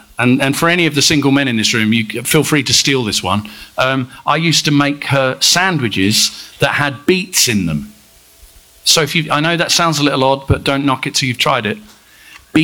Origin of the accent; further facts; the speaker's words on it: England, United Kingdom; moved away; she's from Northern Ireland and I'm from England.